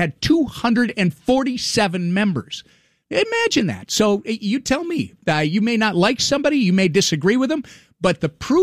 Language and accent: English; Minnesota, United States; I'm from Minnesota.